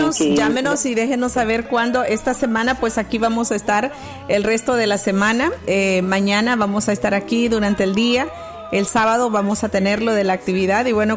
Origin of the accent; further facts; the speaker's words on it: El Salvador; moved away; me fui, de hecho, unos días a mi tierra natal, El Salvador.